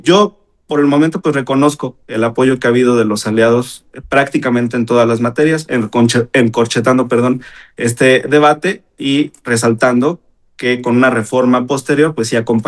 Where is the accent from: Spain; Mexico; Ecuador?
Mexico; Jalisco; yo soy de Jalisco.